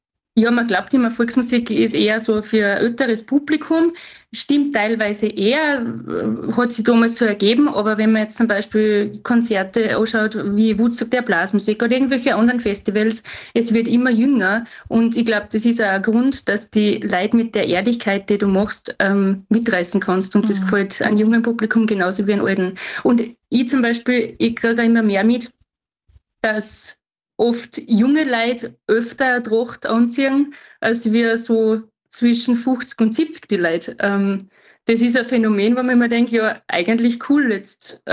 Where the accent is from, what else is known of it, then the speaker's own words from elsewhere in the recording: Eisenerz, Styria, Austria; born there; moved away as an adult; now in Salzburg, Austria; ich sitze gerade in Salzburg, da bin ich jetzt auch gerade daheim und ich bin eigentlich gebürtige Steirerin aus Eisenerz, aus der Obersteiermark und bin dann wegen einem Studium aufs Mozarteum gekommen nach Salzburg und dann klassischerweise hängen geblieben.